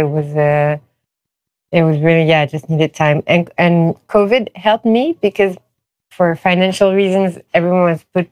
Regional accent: Paris, Île-de-France, France; Because for me, and I was born and raised in Paris, so I think for a lot of other Parisians too, you don't go to Opéra unless it's more for tourists.

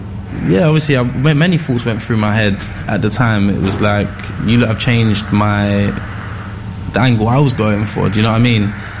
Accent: London, United Kingdom; home country to see what life is really like, hardship, and to see how privileged you are to have been growing up in London.

